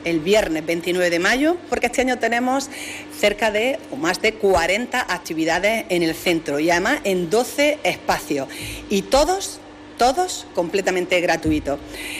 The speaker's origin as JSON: {"language": "Spanish", "town": "Almería", "region": "Andalusia", "country": "Spain", "said": "que somos todos los almerienses"}